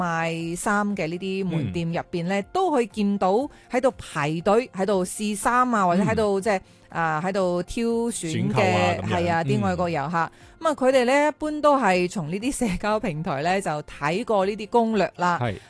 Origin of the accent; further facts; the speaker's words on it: China; 其实讲真啦，我一个中国人都冇去过义乌